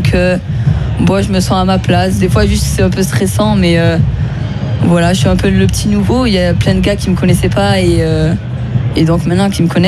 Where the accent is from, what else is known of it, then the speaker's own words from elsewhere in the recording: France; now in Montpellier area, France; je suis français